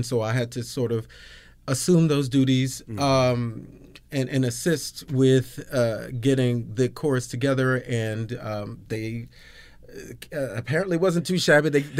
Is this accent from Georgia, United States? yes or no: yes; Georgia, United States; Well, I will just tell you, I'm a Georgia boy.